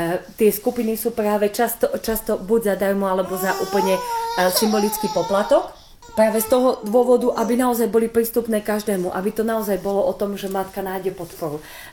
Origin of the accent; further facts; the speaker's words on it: Martin, Žilina Region, Slovakia; ja pochádzam z Martina zo Slovenska